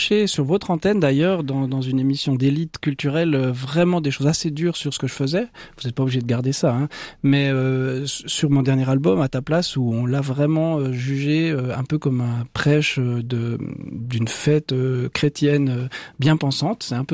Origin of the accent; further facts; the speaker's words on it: Porrentruy, Jura, Switzerland; Est-ce qu'on me regarde de haut parce que je suis de Porrentruy ?